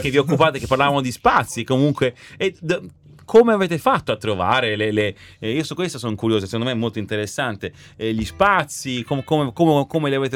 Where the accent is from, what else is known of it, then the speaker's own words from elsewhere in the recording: Messina, Sicily, Italy; born there; quando si esce dalla propria città non natia, io sono nato a Messina, ma insomma, dove andiamo, dal posto in cui hai preso l'accento